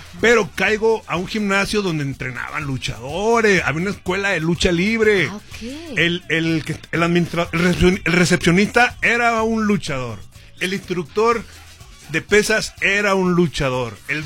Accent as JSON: {"language": "Spanish", "region": "Durango", "country": "Mexico", "tie": "born or raised there", "moved": "as an adult", "lives_now": "Mexico City, Mexico", "said": "De la comarca lagunera, ajá, del norte."}